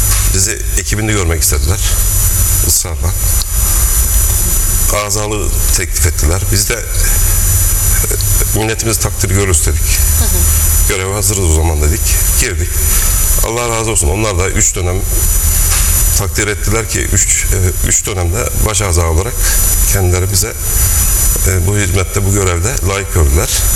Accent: Bozdoğan, Aydın, Turkey; also born or lived in İzmir; ben 1971 Bozdoğan Yaka Mahallesi doğumluyum.

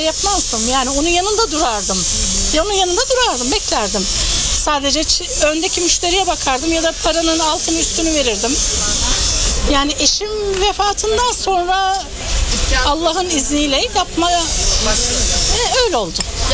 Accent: Yatağan, Denizli, Turkey; Denizli Yatağan. Biz Denizli Yatağanlıyız. Acıbayanma ilçesi. Yatağan mahallesi oluyor.

